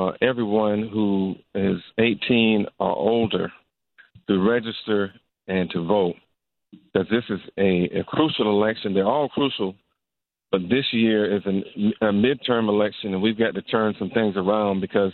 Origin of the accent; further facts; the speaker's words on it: Florence, South Carolina, United States; And, of course, I'm from Florence.